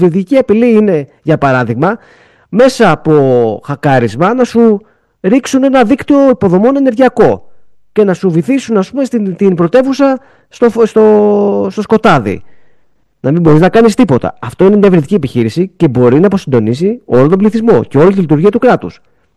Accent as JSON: {"language": "Greek", "country": "Greece", "said": "εμείς ως Έλληνες δεν θέλουμε να κατακτήσουμε κανέναν."}